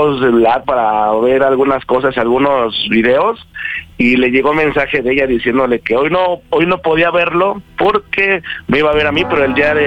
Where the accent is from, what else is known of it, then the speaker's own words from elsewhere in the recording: Mexico City, Mexico; De aquí, de la Ciudad de México, y pues tengo 30 años.